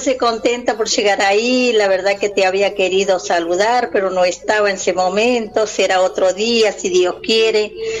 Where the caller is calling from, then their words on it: Luis Guillón, Buenos Aires Province, Argentina; de Luis Guillón